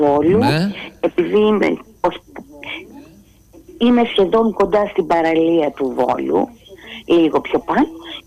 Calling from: Volos, Thessaly, Greece; από το Βόλο.

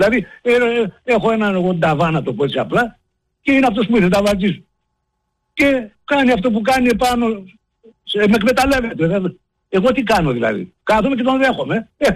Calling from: Greece; Εγώ σαν Έλληνας

